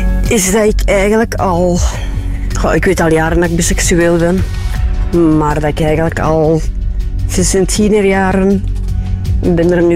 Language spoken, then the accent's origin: Dutch; Dendermonde, East Flanders, Belgium; Hey, ik ben iemand uit Dendermonde